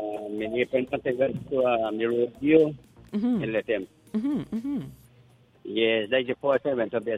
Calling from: Pomeroon-Supenaam, Guyana; I am from Supinang Creek, Essex.

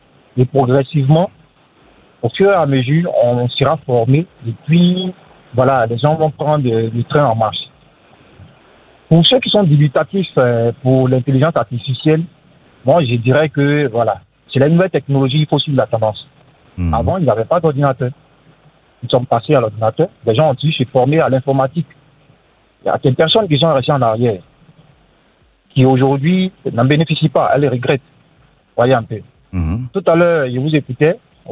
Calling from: Abidjan, Côte d’Ivoire; De Koumassi.

